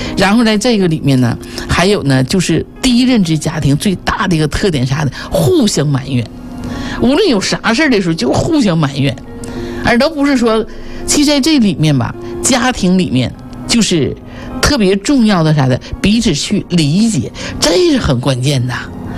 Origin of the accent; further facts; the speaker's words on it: Northeast China, China; accent: Northeastern dialect; 用我们东北话叫五马长枪